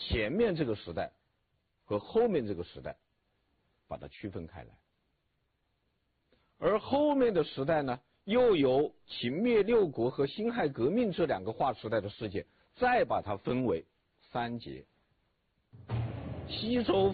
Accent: China; 我们中国人

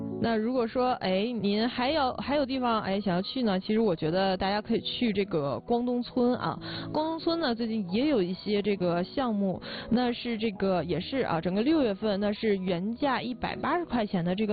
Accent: China; now in Yanji, China

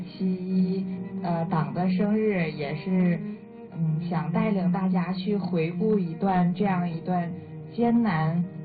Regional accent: China; 我们作为中国人也是非常骄傲非常自豪的。

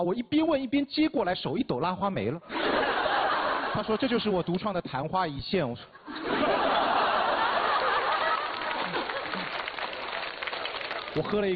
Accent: Jiangsu, China; 我说就这款苏丹北部，我苏北人，来来去去。

